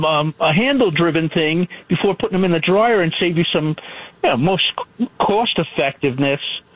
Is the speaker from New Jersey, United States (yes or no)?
yes; New Jersey, United States; Here's an expression for you, Jersey guy. I'm from Jersey.